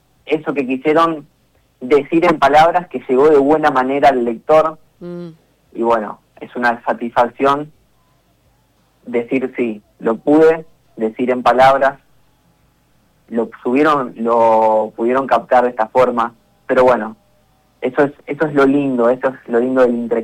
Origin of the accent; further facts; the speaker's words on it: San Lorenzo, Santa Fe, Argentina; cuando les contamos que somos de San Lorenzo